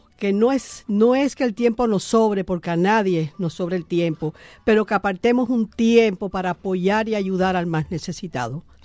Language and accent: Spanish; Cuba; now in United States; Yo soy cubana, llevo aquí 54 años, pero no me olvido de donde Dios me trajo en el año 71.